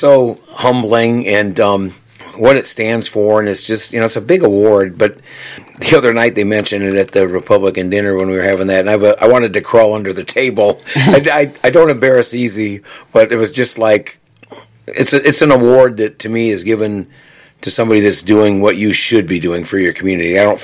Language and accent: English; Hobart, Indiana, United States; moved away as an adult; now in Winamac, United States; Yeah, I was born and raised in Hobart. My dad was born and raised in Hobart.